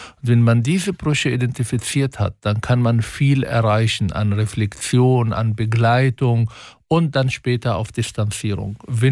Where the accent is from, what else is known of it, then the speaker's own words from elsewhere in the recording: Germany; Demokratie wird geschützt, mein Heimat Deutschland wird geschützt, indem die Leute Zivilcourage zeigen